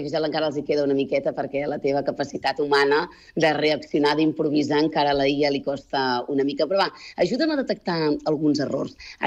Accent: Catalonia, Spain; Jo, com a empordanesa que sóc, ho dic malament.

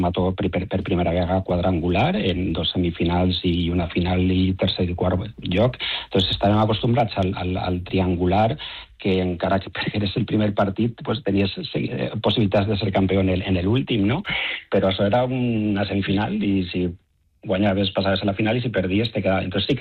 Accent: Museros, Valencian Community, Spain; era un dia de Sant Roc, patró del meu poble de Museros

